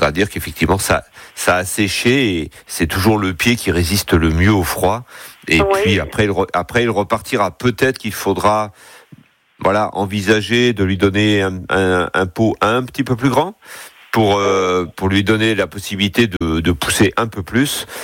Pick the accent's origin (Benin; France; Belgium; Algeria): France; Auvergne-Rhône-Alpes; chez nous en Drôme Ardèche.